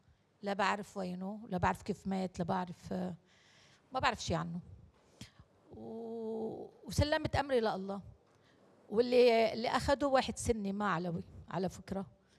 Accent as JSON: {"language": "Arabic", "town": "Tartus", "region": "Tartus Governorate", "country": "Syria", "said": "انا عم بحكي انا الوحيده من طرطوس بيجي"}